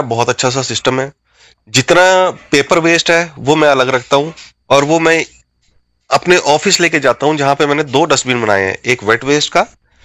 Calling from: Himachal Pradesh, India; मैं गांव घरों से बिलोंग करता हूं और मेरा कारोबार है धर्मशाला में।

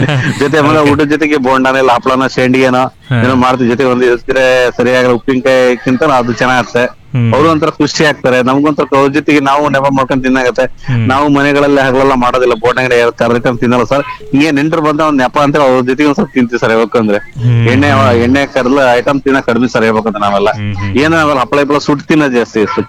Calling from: Karnataka, India; ನಮ್ಮೂರ ಉತ್ತರಕನ್ನಡ ಟೈಪ್ ಬೆಲ್ಲ ನೀರು ಕೊಡ್ತೀವಿ

